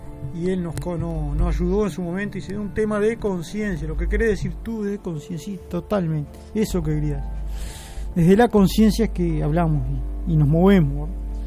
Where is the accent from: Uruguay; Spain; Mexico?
Uruguay